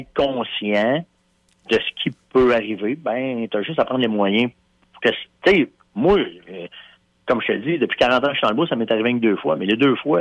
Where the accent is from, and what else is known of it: Canada